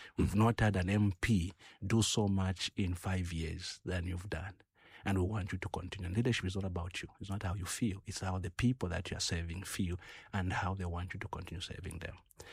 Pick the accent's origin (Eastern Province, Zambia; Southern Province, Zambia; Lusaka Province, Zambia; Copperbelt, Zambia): Copperbelt, Zambia; I'm Bemba, I'm from the Copper Belt.